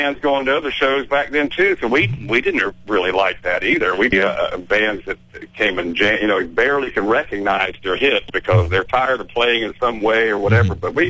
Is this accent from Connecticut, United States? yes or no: no; Jacksonville, Florida, United States; we came from Jacksonville, Florida, and it was a Navy town.